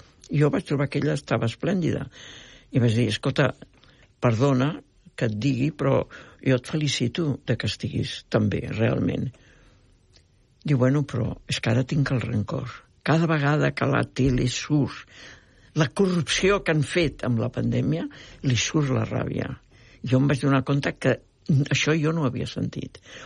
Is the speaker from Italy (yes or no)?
no; France; En aquell moment era París, era França, jo vinc de França.